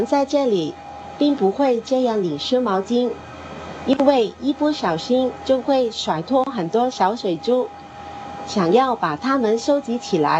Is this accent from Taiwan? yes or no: no; Hong Kong; 身为香港人